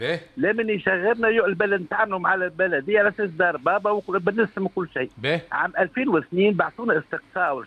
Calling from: Siliana, Tunisia; انا من سليانة.

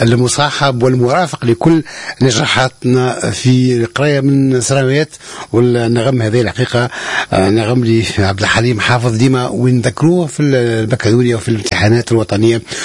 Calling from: Ben Guerdane, Medenine, Tunisia

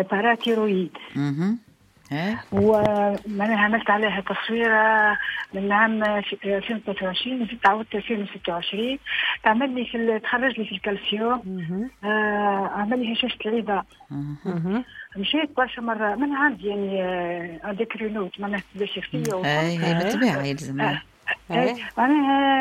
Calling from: Sousse, Sousse Governorate, Tunisia

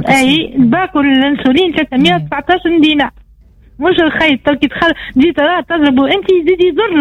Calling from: Tunisia

